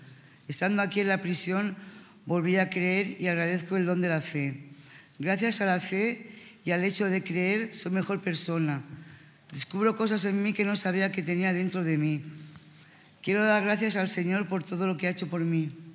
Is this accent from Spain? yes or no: yes; Barcelona, Catalonia, Spain